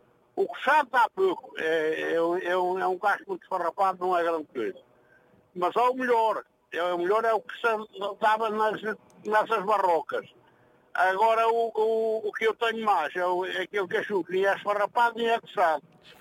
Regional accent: Oleiros, Centro, Portugal; Eu sou de Oleiros, da Beira Baixa.

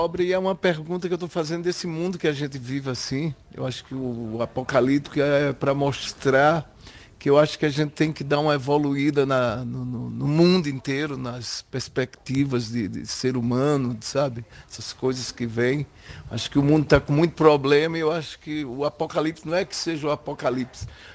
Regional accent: Brazil; a minha função como brasileiro representando o Brasil

